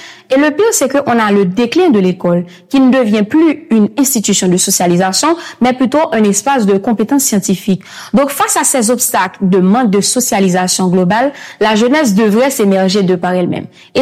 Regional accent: Haiti

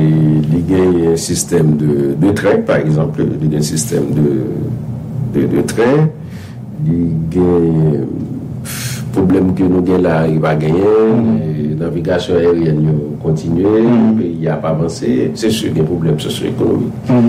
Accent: Haiti

